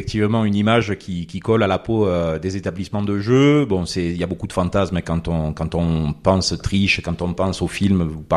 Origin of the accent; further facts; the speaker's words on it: Marseille, Provence-Alpes-Côte d'Azur, France; Ah non. Alors, originaire de Marseille. Bon, je pense que mon accent le trahit.